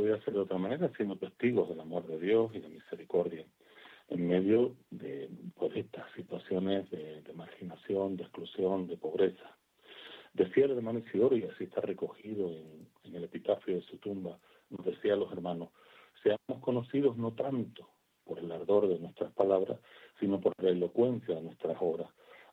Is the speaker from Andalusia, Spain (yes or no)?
no; Canary Islands, Spain; born there; somos varios los hermanos que nacimos ahí en Gran Canaria y en otras islas del archipiélago.